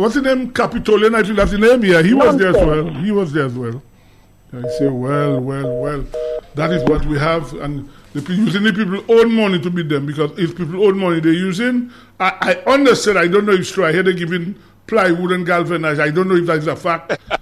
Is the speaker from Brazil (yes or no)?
no; Dominica; when I grew up in Collio